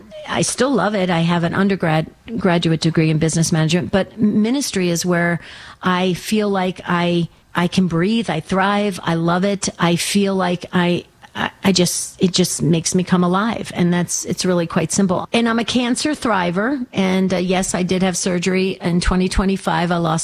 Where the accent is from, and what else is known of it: New Jersey, United States; born or raised there; moved away as an adult; now in Arizona, United States